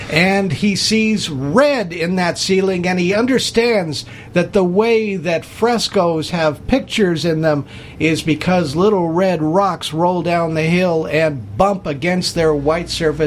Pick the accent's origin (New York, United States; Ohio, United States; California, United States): California, United States; Los Angeles; And, you know, I was raised in Los Angeles and Hollywood movies and everything